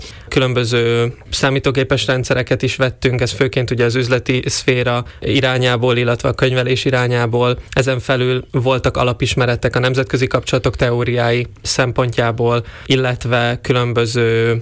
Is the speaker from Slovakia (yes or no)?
yes; Štúrovo, Nitra Region, Slovakia; moved away as an adult; now in Budapest, Hungary; Most töltöttem be a 21. életévemet, egyébként Párkányból származom, oda jártam általános iskolába és gimnáziumba is, jelenleg pedig Budapesten a Nemzetközi Üzleti Főiskolán tanulok